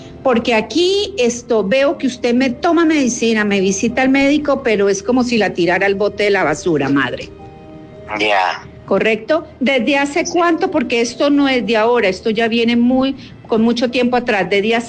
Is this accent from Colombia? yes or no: no; Mexico; Muy bien, yo soy mexicana, como le digo, tengo 30 años de experiencia.